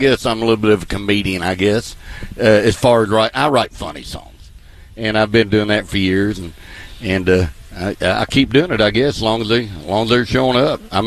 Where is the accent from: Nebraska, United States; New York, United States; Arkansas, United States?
Arkansas, United States; moved away